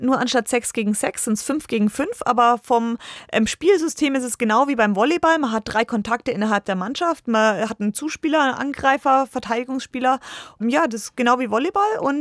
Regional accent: Bayreuth, Bavaria, Germany; Natürlich eine ganz besondere Ehre und das von meiner Heimatstadt. Also das hat mich schon sehr mit Stolz erfüllt.

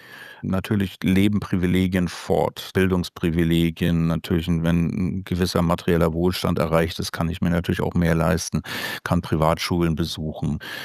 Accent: East Germany, Germany; dass ich so in der Grunddimension auch als Ostdeutscher wirklich mit der Wende in Ostdeutschland verglichen habe

